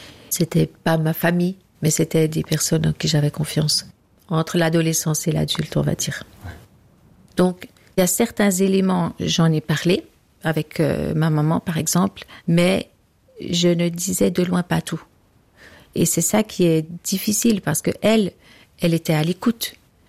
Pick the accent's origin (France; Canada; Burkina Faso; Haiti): Burkina Faso; Moi, je suis née au Burkina Faso, de parents missionnaires, et c'était très bien comme ça. Ils m'ont donné beaucoup d'amour, d'affection. J'ai été dans une école là-bas.